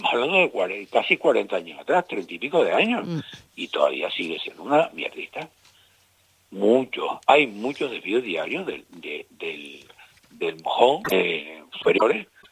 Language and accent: Spanish; Canary Islands, Spain; somos las Islas Canarias.